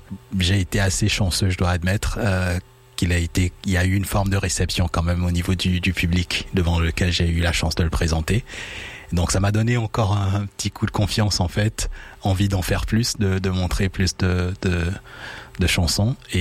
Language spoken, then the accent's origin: French; Benin; Je suis d'origine, je suis originaire du Bénin.